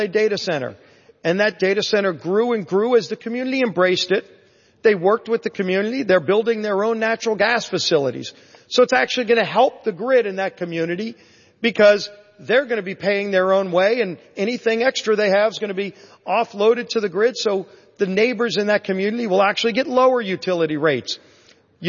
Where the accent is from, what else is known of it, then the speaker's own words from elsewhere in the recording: Louisiana, United States; I've seen massive data centers in my home state of Louisiana.